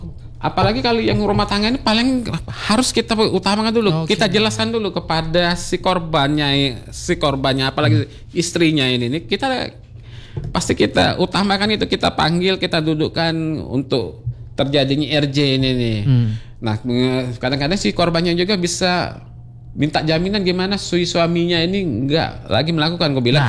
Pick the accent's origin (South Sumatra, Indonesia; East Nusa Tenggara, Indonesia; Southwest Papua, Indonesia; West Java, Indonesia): South Sumatra, Indonesia; Palembang; saya juga orang Palembang